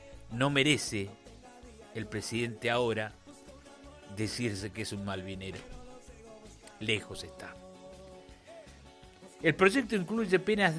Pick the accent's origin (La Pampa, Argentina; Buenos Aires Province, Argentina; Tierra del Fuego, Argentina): Tierra del Fuego, Argentina; ¿Saben cuántas noches de vigilia hemos pasado en mi Tierra del Fuego para conmemorar el 2 de abril?